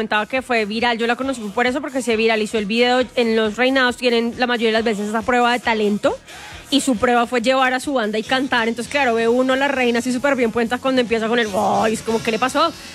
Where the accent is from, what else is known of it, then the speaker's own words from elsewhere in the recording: Bogotá, Colombia; como bogotanos tenemos que sentirnos muy orgullosos